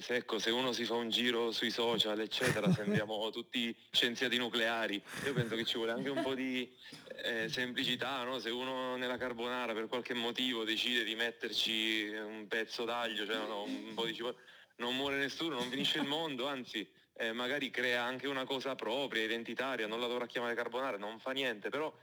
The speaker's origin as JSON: {"language": "Italian", "town": "Teramo", "region": "Abruzzo", "country": "Italy", "tie": "born there", "also_born_or_lived": "Venezuela / Rome / Granada", "said": "mio padre invece è di Teramo, poi vari conflitti relazionali, alla fine sono finito con mio padre a Teramo, città che mi ha accolto, regione che mi ha accolto alla grande, mi sento molto abruzzese, anzi sono molto orgoglioso anche della mia terra."}